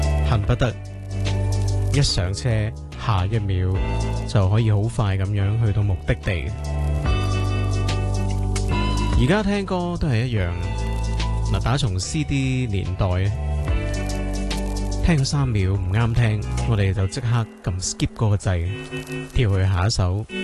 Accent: Hong Kong; 去纪念一下我哋香港人嘅巨星

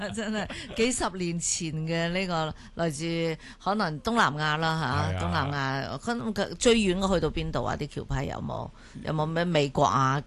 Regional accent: Chaozhou, Guangdong, China; 而且我们潮州人呢勤劳勇敢嘛

